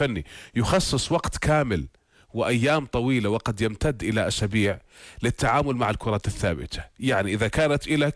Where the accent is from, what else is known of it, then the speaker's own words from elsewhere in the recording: Jordan; إحنا كأردنيين